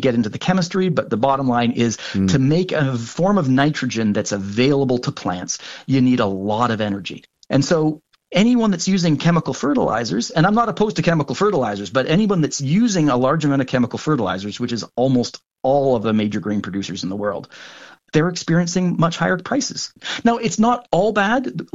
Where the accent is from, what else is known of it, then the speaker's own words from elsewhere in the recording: Canada; I'm going to, you know, flex a little bit as a Canadian here